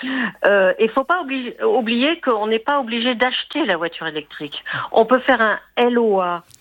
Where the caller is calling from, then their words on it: Nouvelle-Aquitaine, France; Je vis à Hydron, un petit village à côté de Pau.